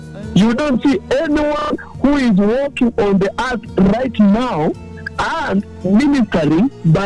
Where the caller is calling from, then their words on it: Kiambu County, Kenya; You can imagine how right now I'm calling from Jomo Kenyatta University here, and just down here we have the Institute of Medical Research.